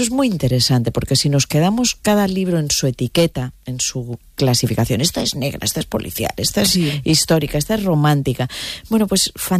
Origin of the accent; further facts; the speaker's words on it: Santander, Cantabria, Spain; now in Madrid, Spain; yo soy de Santander. Sí. Y ya siempre de aquí tiro para Santander